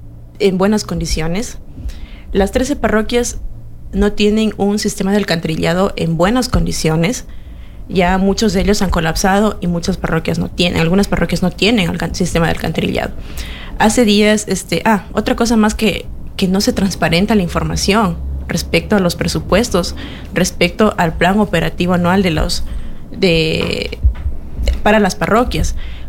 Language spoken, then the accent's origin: Spanish; Malacatos, Loja, Ecuador; soy malacatense, oriunda